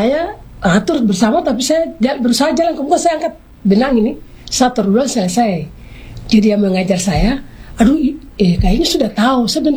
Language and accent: Indonesian; Southwest Papua, Indonesia; karena kami orang Mebrat ini selalu bayar harta